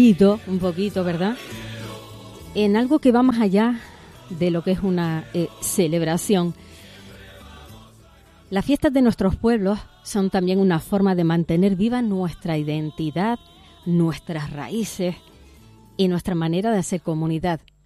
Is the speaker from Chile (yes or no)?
no; Canary Islands, Spain; cómo somos los canarios, ya que estoy hablando de nuestra tierra, cómo somos los canarios.